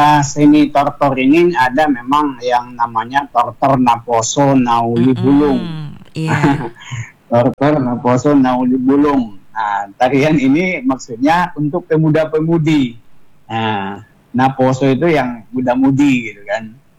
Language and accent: Indonesian; North Sumatra, Indonesia; Sumatera Utara, kalau di kampung saya itu kan daerah sawit. Daerah sawit itu.